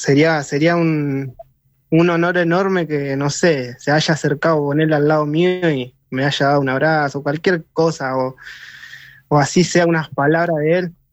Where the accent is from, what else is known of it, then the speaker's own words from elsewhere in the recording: González Catán, Buenos Aires Province, Argentina; Somos de Virrey del Pino, González Catán.